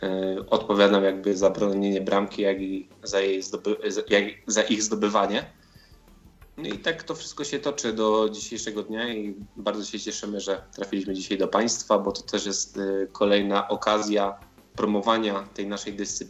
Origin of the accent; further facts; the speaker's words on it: Czechowice-Dziedzice, Silesian Voivodeship, Poland; moved away; also born or lived in Kraków; Pochodzę z Czechowic-Dziedzic, czyli to jest 90 km od Krakowa.